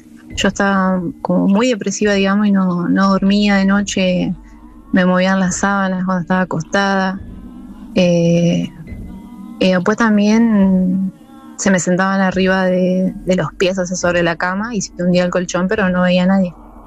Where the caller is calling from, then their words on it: Paraná, Entre Ríos, Argentina; De Paraná, Entre Ríos.